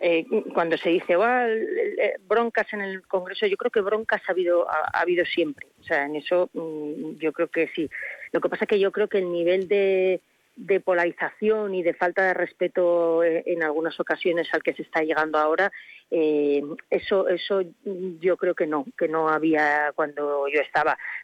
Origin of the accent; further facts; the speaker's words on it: Navarre, Spain; Soy de la Ribera, ¿vale?